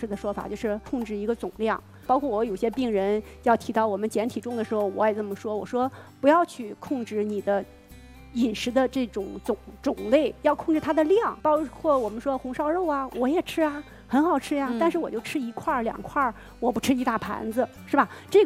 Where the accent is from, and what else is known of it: China